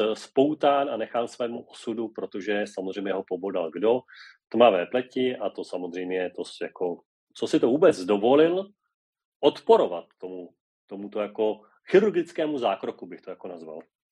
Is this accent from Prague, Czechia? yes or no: no; Český Krumlov, South Bohemian Region, Czechia; moved away; my s Vojtou jsme sice oba z Českého Krumlova, ale každý se nacházíme jinde teď a docela daleko od sebe